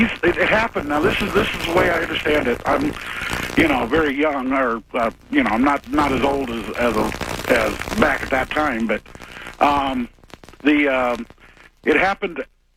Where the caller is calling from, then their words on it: Chico, California, United States; Yes, I'm calling from Chico, California.